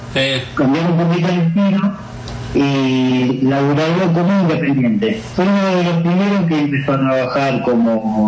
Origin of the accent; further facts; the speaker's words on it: La Matanza, Buenos Aires Province, Argentina; Nací en La Matanza, de Misterio Castanova.